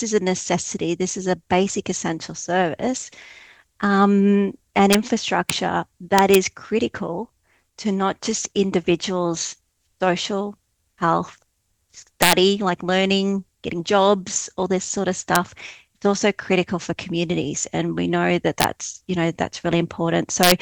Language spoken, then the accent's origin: English; Brisbane, Queensland, Australia; born or raised there; moved away as an adult; now in Tasmania, Australia